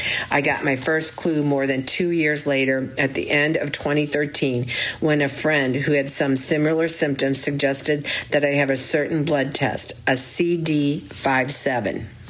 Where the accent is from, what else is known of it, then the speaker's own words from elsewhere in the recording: Connecticut, United States; as well as the fact that I grew up in Connecticut where the tick-borne disease was first found